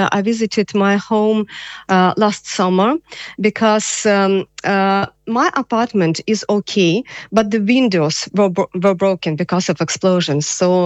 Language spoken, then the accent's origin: English; Kharkiv, Kharkiv Oblast, Ukraine; moved away as an adult; now in Ireland; I'm from Kharkiv originally. And after I left Ukraine